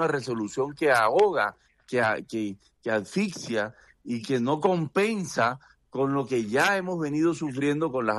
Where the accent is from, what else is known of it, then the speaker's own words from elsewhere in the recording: Córdoba, Colombia; como costeño y cordobés que soy